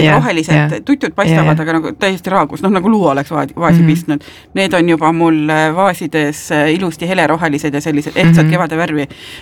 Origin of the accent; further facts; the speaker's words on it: Tartu, Tartu County, Estonia; mina kui tartlane, mina sellistel atraktsioonidel pole osalenud, kodulinnas keegi ei käi turisti mängimas enamasti.